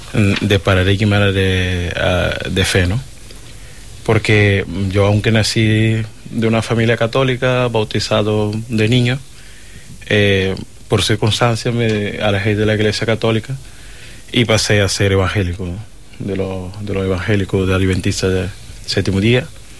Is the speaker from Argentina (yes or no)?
no; Mindelo, São Vicente, Cape Verde; moved away as an adult; now in Seville, Spain; soy de Cabo Verde y de la diócesis de Mindelo.